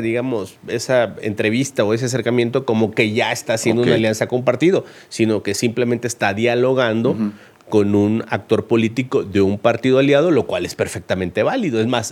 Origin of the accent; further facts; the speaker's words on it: Minatitlán, Veracruz, Mexico; moved away; La mejor comida del mundo está ahí en mi pueblo, Minatitlán.